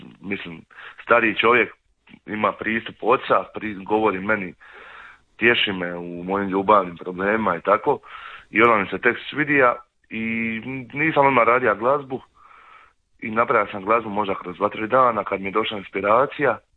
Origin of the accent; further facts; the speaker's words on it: Zaton, Šibenik-Knin County, Croatia; Spot je sniman u Zatonu kod Šibenika, odakle sam ja, tu u jednoj konobi kod gospodina jednog gdje se mi zimi okupljamo tako Zatonjani, pivamo i idemo na karte i tako dalje.